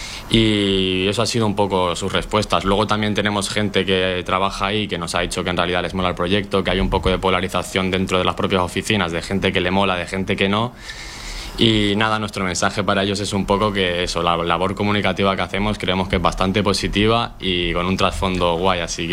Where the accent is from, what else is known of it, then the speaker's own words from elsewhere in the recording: Canary Islands, Spain; somos de Lanzarote, y al final si tú te mueves en metro, en bus o lo que sea, ni el transporte depende de ti, ni conoces la ciudad